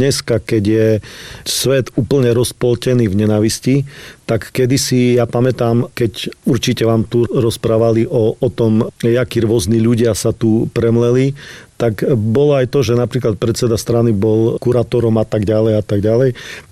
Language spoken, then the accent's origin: Slovak; Čečehov, Košice Region, Slovakia; born or raised there